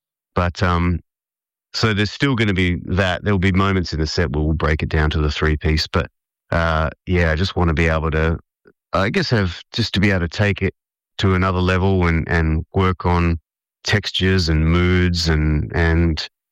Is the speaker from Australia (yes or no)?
yes; Adelaide, South Australia, Australia; Then my hometown, Adelaide, at the Gov, Governor Hindmarsh, on the 28th of November.